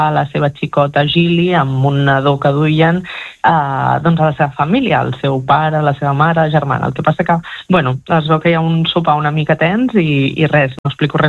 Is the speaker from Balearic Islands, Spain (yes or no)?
no; Canet de Mar, Catalonia, Spain